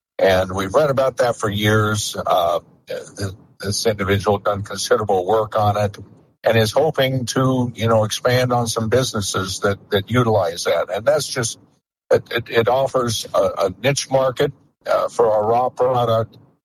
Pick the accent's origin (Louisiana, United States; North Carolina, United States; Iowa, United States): Iowa, United States; my home state of Iowa